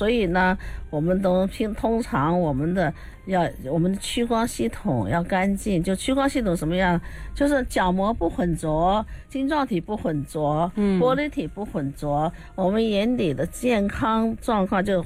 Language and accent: Chinese; China; 我们中国人